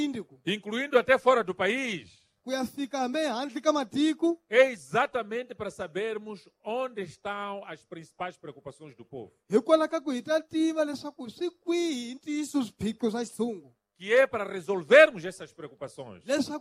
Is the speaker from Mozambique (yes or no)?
yes; Mozambique; Então nós como moçambicanos, como irmãos, convidamos a todos os moçambicanos sem excluir nenhum moçambicano